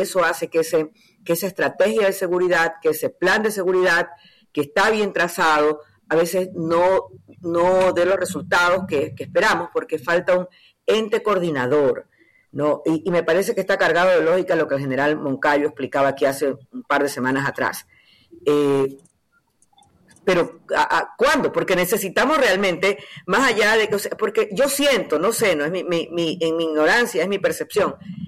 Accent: Ecuador; nos merecemos el respeto como ecuatorianos

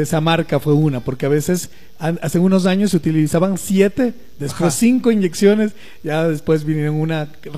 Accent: Quito, Pichincha, Ecuador; Yo soy quiteño, pero tengo raíces cuencanas.

